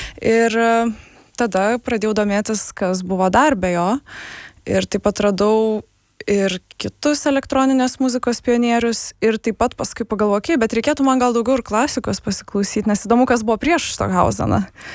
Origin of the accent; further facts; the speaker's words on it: Šiauliai, Šiauliai County, Lithuania; moved away; Ir šiaip aš užaugau Šiauliuose.